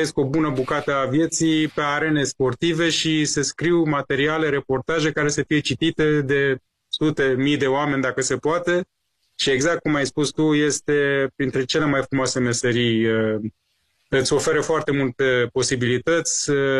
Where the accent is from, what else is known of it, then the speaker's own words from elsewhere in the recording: Iran; first language Persian; Romanian is a second language; știu limba persană, limba mea maternă